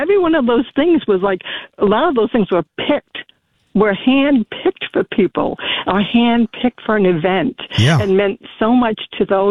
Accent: Newport, Rhode Island, United States; born there; because I was born in Newport, Rhode Island. My father had moved there for a short job.

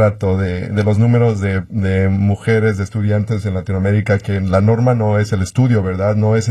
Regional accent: Mexico; yo soy mexicano

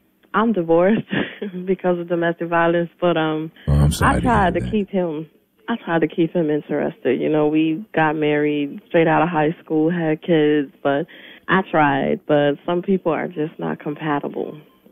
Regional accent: Brooklyn, New York, United States; moved away as an adult; Yeah, I'm from Brooklyn.

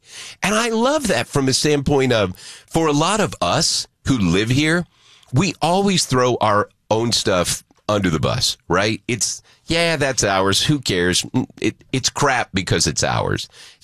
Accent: Arkansas, United States; now in St. Louis, United States; I grew up in Northwest Arkansas.

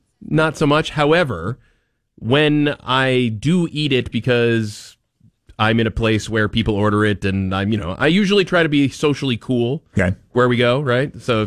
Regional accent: United States; I'm an American, and I eat American food.

